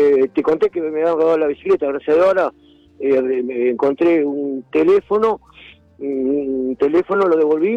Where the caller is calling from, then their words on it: Temperley, Buenos Aires Province, Argentina; yo soy de Témpola